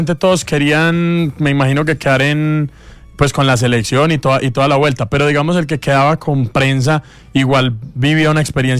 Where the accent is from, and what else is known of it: Colombia